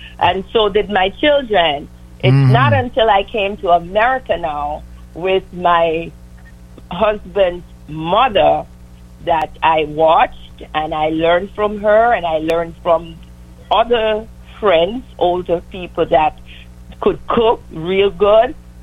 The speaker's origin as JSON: {"language": "English", "region": "London", "country": "United Kingdom", "tie": "born or raised there", "also_born_or_lived": "Jamaica", "moved": "yes", "lives_now": "Mount Vernon, United States", "said": "I was born in Jamaica, but I grew up in London as a kid."}